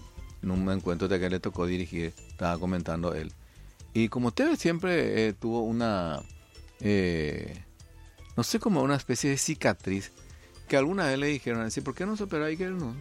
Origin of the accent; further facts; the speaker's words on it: Paraguay; Yo soy paraguayo eso.